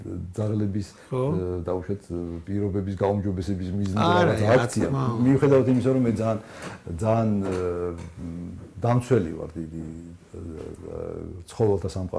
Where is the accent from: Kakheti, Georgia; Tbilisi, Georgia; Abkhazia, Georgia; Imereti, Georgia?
Tbilisi, Georgia; ჩემთვის ქალაქზე მეტი რა თქმა უნდა ეს ფელი სამყარო არის სადაც მე გავიზარდე